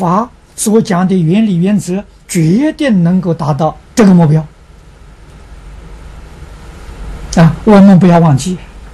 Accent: China; 我们中国人俗话讲，快刀斩乱麻

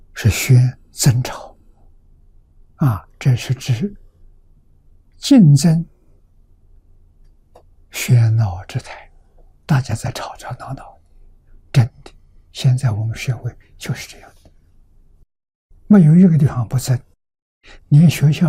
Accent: Anhui, China; born there; moved away; 我在10岁这个十年，从出生到10岁，我们生长在乡下，我们家乡读书人多，桐城派的根据地

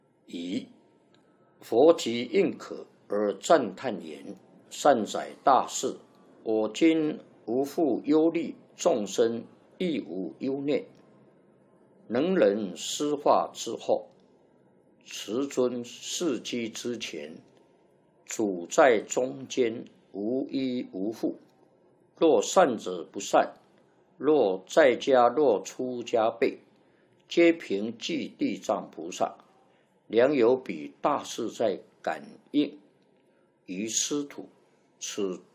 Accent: China; 我们中国人念的比较合乎我们中国人的习惯

